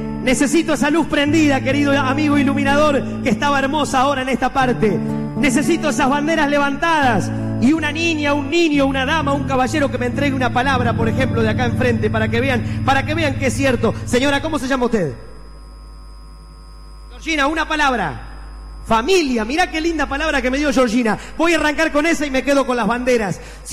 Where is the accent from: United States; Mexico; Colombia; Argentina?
Argentina; Rojas, Buenos Aires Province; vengo de un pueblo de la provincia de Buenos Aires que se llama Rojas.